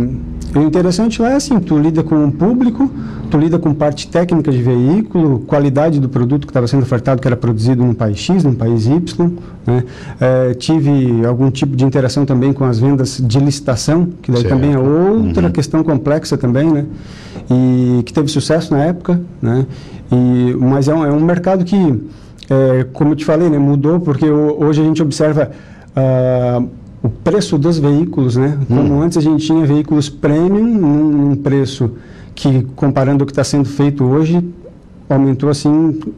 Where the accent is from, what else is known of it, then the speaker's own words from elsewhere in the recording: Tubarão, Santa Catarina, Brazil; also born or lived in Palhoça; Eu nasci em Tubarão. A minha família, 80% de lá, né? Mas saí com 6 anos de idade de Tubarão. Fomos morar em Palhoça, né? E depois retornamos novamente para Tubarão.